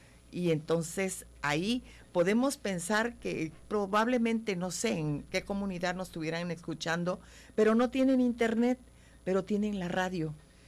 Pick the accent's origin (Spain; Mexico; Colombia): Mexico; Nacajuca, Tabasco; soy de Nacajuca, soy una hija de Dios, absolutamente.